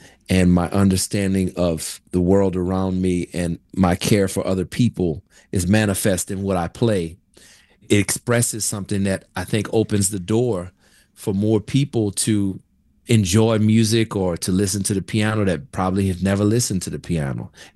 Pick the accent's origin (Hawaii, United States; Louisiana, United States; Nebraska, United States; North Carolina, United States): Louisiana, United States; Kenner; I'm a kid from Kenner, Louisiana, who grew up in a musical family and a musical environment.